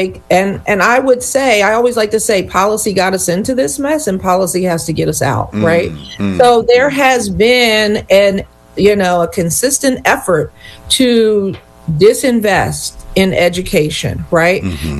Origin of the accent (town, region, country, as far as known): Montgomery County, Pennsylvania, United States